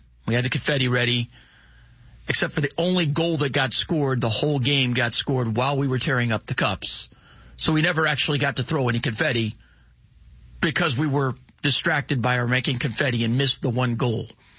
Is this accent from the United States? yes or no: yes; Tampa, Florida, United States; I grew up in Tampa, and we had, in the late 70s and on into the 80s, the NASL, the North American Soccer League.